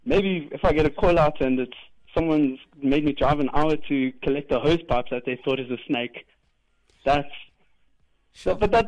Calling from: Pretoria, Gauteng, South Africa; Hatfield, Pretoria.

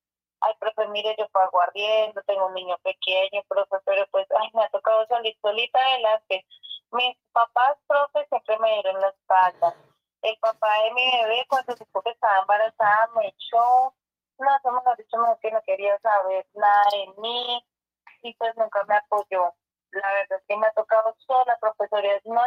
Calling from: Bogotá, Colombia; le estoy llamando aquí desde Kennedy, profe.

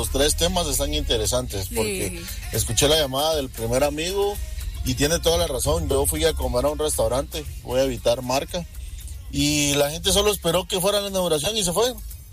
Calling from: Guatemala

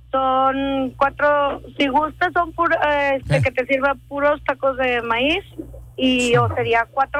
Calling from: General Escobedo, Nuevo León, Mexico

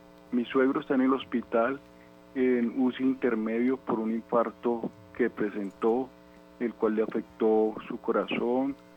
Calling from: Bogotá, Colombia; me encuentro aquí en Bogotá, en Ciudad Bolívar.

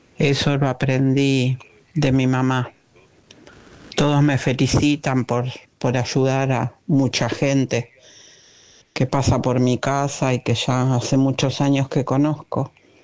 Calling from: Buenos Aires, Argentina; de Villa del Parque

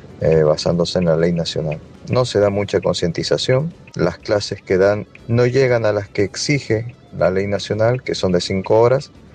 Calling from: Guaymallén, Mendoza, Argentina; de Guaymallén.

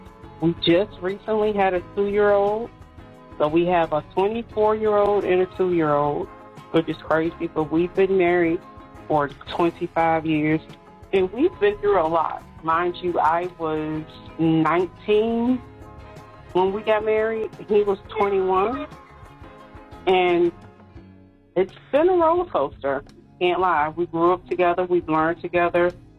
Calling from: Petersburg, Virginia, United States; I'm calling from the Dinwiddie, Petersburg area.

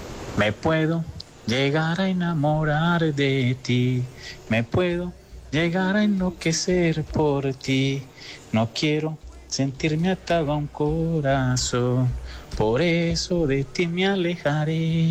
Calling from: Guarne, Antioquia, Colombia; del municipio de Guarne.

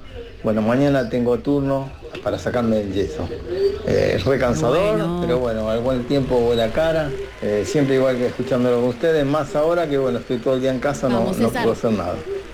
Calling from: Quilmes, Buenos Aires Province, Argentina; de Quilmes.

